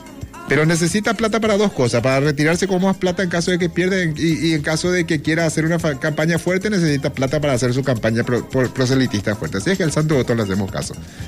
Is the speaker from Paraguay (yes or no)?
yes; Paraguay; nuestro problema como paraguayos